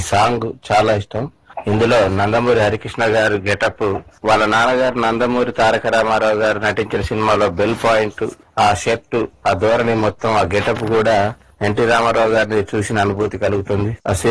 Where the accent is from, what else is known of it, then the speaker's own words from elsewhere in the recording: Rampuram, Telangana, India; మాది భద్రాద్రి కొత్తగూడెం జిల్లా రాంపురం గ్రామం.